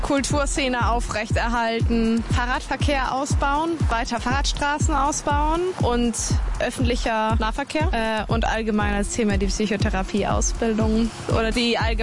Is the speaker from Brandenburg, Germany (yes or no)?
no; Berlin, Germany; ich komme aus Wedding im Bezirk Mitte und ich bin 27.